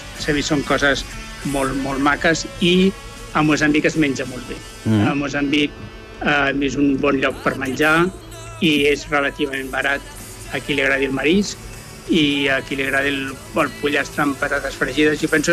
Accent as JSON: {"language": "Catalan", "region": "Catalonia", "country": "Spain", "moved": "yes", "lives_now": "Johannesburg, South Africa", "said": "nosaltres som catalans i que som una família catalana i que no som espanyols."}